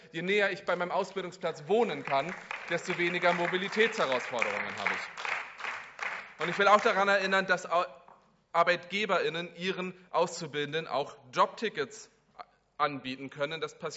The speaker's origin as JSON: {"language": "German", "town": "Kiel", "region": "Schleswig-Holstein", "country": "Germany", "said": "ich komme aus Kiel-Nord"}